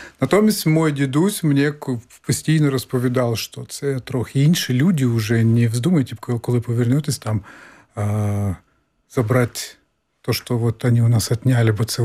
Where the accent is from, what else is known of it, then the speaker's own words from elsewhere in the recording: Uzbekistan; born there; first language Crimean Tatar; Ukrainian is a second language; moved away; я то був Узбекистан, там навіть в нашій школі узбекська мова була спеціальним класом окремим. Тобто не російська була, а узбекська, а все остальне було російською мовою. Ну і, звичайно ж, в цих условіях я потеряв знання кримсько-татарської мови